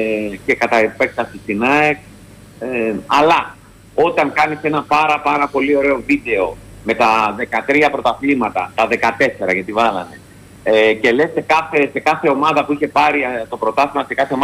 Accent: Central Greece, Greece; εδώ στα μέρη μου, στην Εύβοια

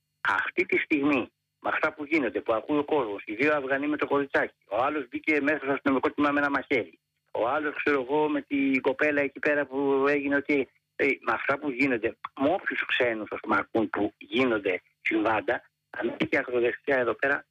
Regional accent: Greece; Είμαστε Ελληναράδες. Ελληναράδες.

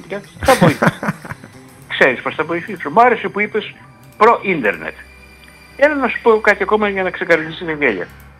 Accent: Katerini, Central Macedonia, Greece; 1954, είμαι 12 χρονών, είμαι ο πρώτος, το λέμε περηφάνεια, μαθητής στο 4ο Δημοτικό Κατερίνης

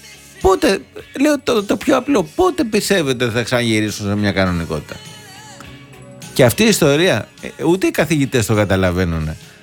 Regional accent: Greece

